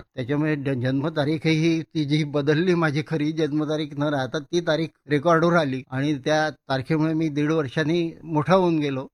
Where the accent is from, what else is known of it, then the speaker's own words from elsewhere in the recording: Amravati, Maharashtra, India; माझं बालपण मी मूळ अमरावतीचा शहरीच माणूस, विलासनगर या ठिकाणी माझं राहणं होतं अमरावतीला आणि अमरावतीतच माझा जन्म झाला.